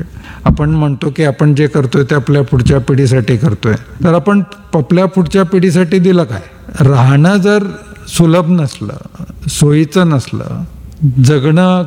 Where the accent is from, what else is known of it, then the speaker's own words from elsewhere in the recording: Belagavi, Karnataka, India; born there; तर माझा जन्म 1971 माझा जन्म बेळगावात झाला